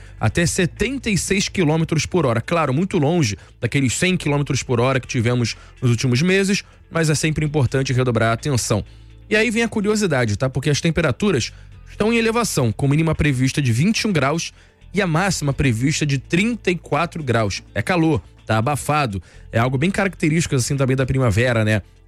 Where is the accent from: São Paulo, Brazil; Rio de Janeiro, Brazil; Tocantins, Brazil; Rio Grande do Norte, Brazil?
Rio de Janeiro, Brazil; os fluminenses que gostam desse tempo, como é o meu caso.